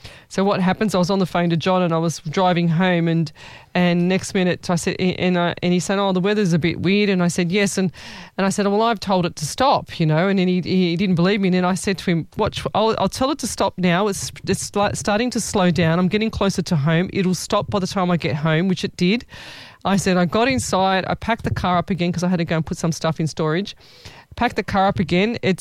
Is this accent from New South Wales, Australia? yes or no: yes; Sydney, New South Wales, Australia